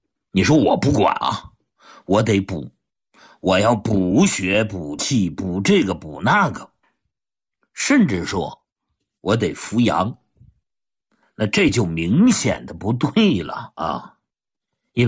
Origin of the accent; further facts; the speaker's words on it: Anshan, Liaoning, China; 就像我似的，到啥时候我都知道我是从农村出来的，对吧？是从辽宁省鞍山市农村走出来的。